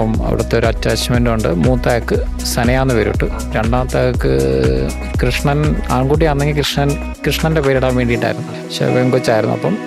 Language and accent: Malayalam; Ayoor, Kerala, India; വീട് ആയൂര്.